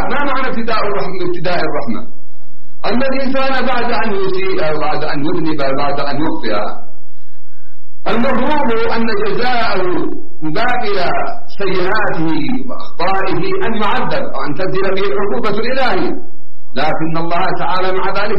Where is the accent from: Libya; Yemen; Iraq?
Yemen; عندنا في اليمن